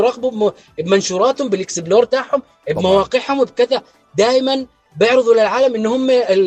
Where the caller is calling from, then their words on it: Jordan; إحنا أردني.